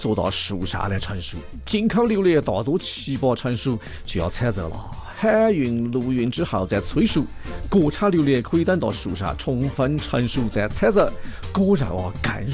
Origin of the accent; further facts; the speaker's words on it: Yunnan, China; 我们云南这边